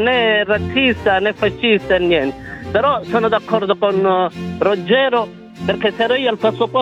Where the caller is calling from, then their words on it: Southern Italy, Italy; Noi siamo del sud, siamo terroni